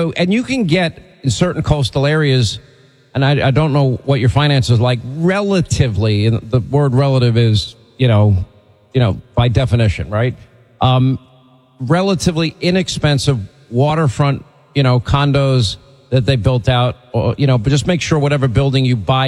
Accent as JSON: {"language": "English", "town": "Long Island", "region": "New York", "country": "United States", "tie": "born or raised there", "said": "And the beauty is, like, where I grew up in Long Island, you know, we'd go to places, a place called Jones Beach or Point Lookout Beach, where my friend John Gomez lived."}